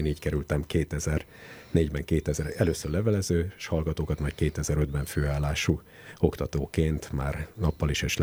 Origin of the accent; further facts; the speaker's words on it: Hegykő, Győr-Moson-Sopron, Hungary; moved away as an adult; also born or lived in Nyíregyháza; én beleszülettem Észak-Nyugat-Magyarországon, Sopron mellett egy pici faluban, egy katolikus közösségbe, ez a kicsi falu Hegykő